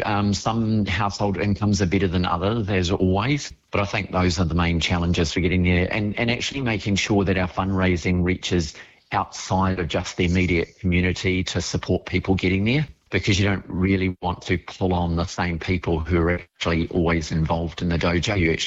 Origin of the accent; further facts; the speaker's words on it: Lower Hutt, Wellington, New Zealand; born there; I'm a Nainai resident, yeah, and, you know, I spent part of the time growing up in Wainui.